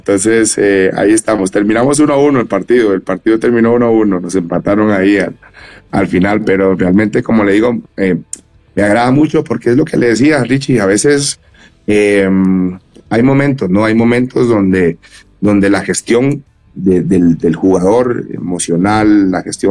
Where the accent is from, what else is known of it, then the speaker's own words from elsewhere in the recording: Costa Rica; hasta donde nosotros como costarricenses también entendamos